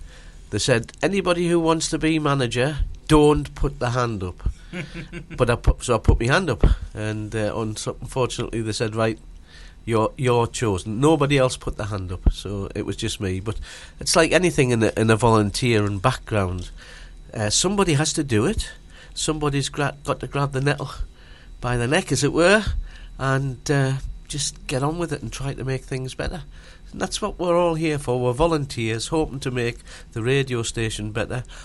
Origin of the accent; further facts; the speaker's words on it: South Shields, North East England, United Kingdom; now in Billingham, United Kingdom; like you, I'm from South Shields. I'm a sand dancer and very proud of it. But I live in Billingham now